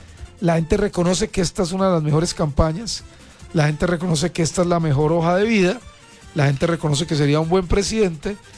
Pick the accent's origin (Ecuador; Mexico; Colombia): Colombia; Manizales, Caldas; also born or lived in Riosucio; feliz de estar aquí en Manizales, en mi tierra nuevamente. Como presidente caldense